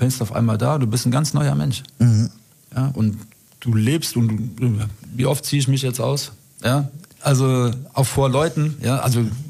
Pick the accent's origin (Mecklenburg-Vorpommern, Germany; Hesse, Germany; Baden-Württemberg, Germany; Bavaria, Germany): Hesse, Germany; Frankfurt; born there; Aber die Stadt Frankfurt ist halt mein Geburtsort. Ich bin geboren in Fechenheim.